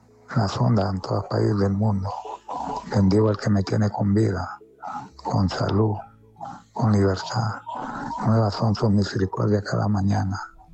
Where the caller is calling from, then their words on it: Honduras; Del barrio de La Cabaña.